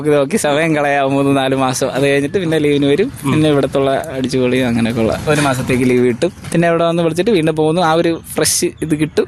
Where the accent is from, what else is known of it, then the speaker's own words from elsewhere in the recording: Neyyattinkara, Kerala, India; Nadu Neyyattinkara.